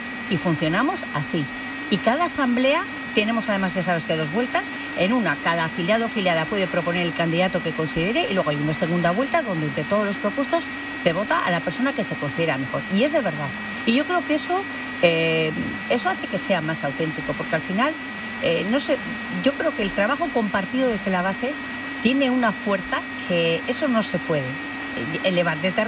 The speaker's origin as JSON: {"language": "Spanish", "town": "Barakaldo", "region": "Basque Country", "country": "Spain"}